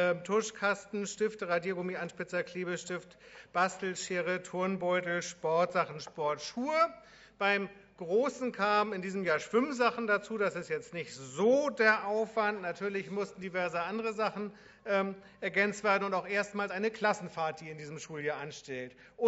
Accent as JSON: {"language": "German", "town": "Reinbek", "region": "Schleswig-Holstein", "country": "Germany", "said": "Ich komme aus Rheinbeck."}